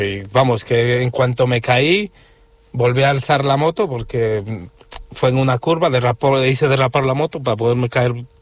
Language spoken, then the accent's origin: Spanish; Ecuador; now in Spain; yo soy ecuatoriano y yo quisiese y me gustaría encontrarme con algún paisano